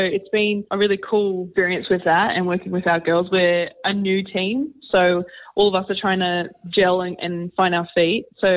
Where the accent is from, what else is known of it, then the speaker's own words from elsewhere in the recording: Sydney, New South Wales, Australia; now in New Zealand; So I grew up in Sydney, and I've been playing over here for about 5 seasons now.